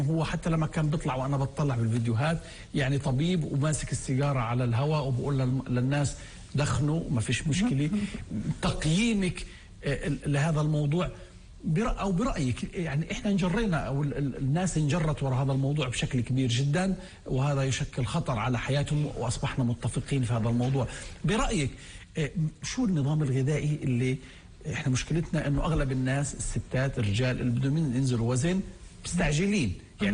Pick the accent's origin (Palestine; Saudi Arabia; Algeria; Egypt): Palestine